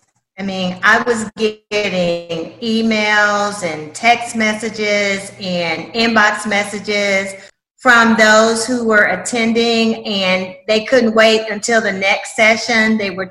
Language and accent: English; Chattanooga, Tennessee, United States; moved away as an adult; also born or lived in Atlanta, Georgia; I am of Chattanooga, Tennessee. Lived in Atlanta for 30 years before migrating back to my hometown, and I'm a graduate of the University of Tennessee